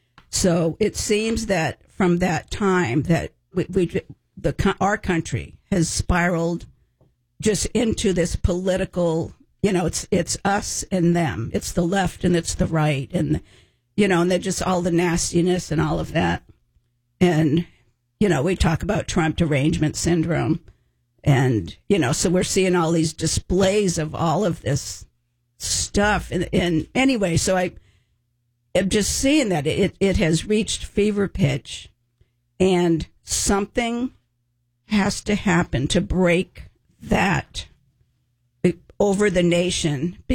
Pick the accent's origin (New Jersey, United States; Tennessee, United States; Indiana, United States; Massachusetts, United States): Massachusetts, United States; Boston; moved away; But I'm from the Boston area